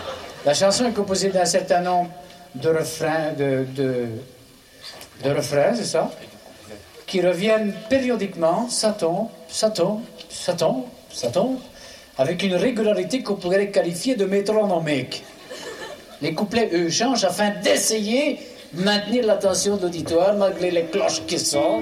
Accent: Écaussinnes, Wallonia, Belgium; je suis une fleur de province. Et oui, je suis originaire d'Écossine.

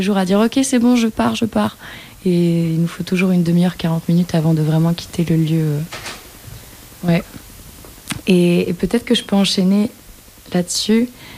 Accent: Brussels, Brussels-Capital Region, Belgium; Je suis belge bruxelloise et on communique en anglais.

